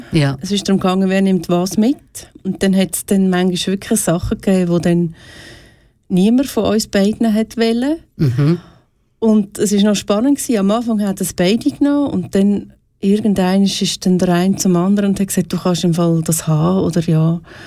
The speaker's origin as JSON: {"language": "German", "country": "Switzerland", "said": "Auch bei uns in der Schweiz nicht."}